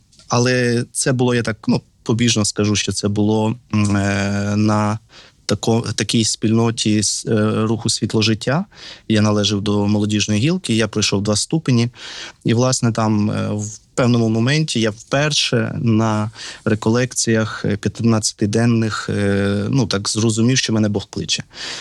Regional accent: Korosten, Zhytomyr Oblast, Ukraine; born there; also born or lived in Berdychiv / Kyiv; я сам родом з Бердичева, народився в місті Бердичеві. Потім так склалося, що в 10 років я переїхав до міста Коростеня і закінчивши школу вже там в місті Коростені

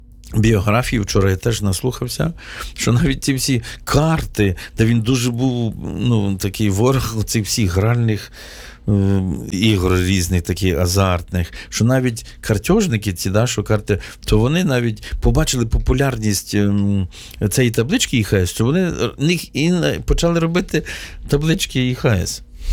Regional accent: Podillia, Ukraine; ми з Поділля. Вже ми з братом Максимом. Угу. Тобто це вже розказується, ми з побожної частини України.

